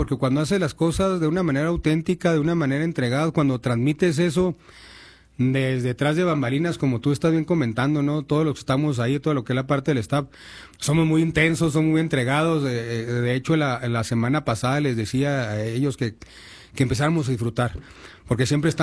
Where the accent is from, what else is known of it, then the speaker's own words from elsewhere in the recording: Chihuahua, Mexico; nosotros somos ahí chihuahuenses